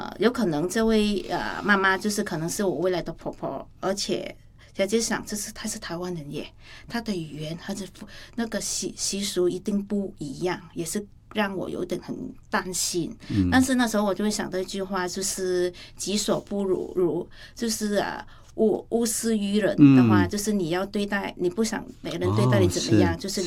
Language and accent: Chinese; Vietnam; moved away as an adult; now in Taiwan; 是因为我们越南人是比较喜欢吃辣和酸的食物，